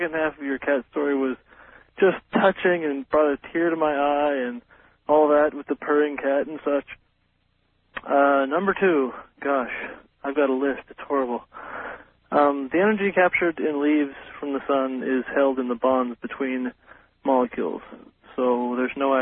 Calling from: Eugene, Oregon, United States; in Eugene, Oregon.

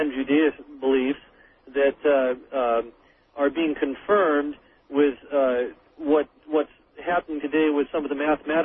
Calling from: Cle Elum, Washington, United States; I am calling from Clay Ellum, Washington.

